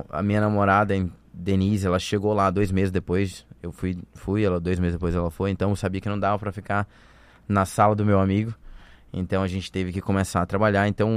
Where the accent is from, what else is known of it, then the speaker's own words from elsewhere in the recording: Roraima, Brazil; moved away as an adult; now in London, United Kingdom; como um bom brasileiro, Makuxi